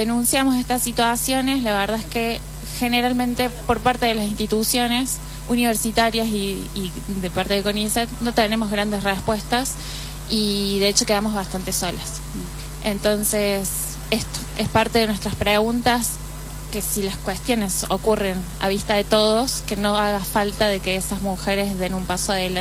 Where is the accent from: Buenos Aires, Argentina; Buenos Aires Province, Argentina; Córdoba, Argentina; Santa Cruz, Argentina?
Córdoba, Argentina; yo soy acá de Córdoba